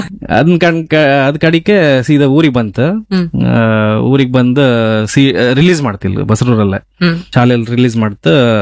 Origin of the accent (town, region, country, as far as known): Kundapura, Karnataka, India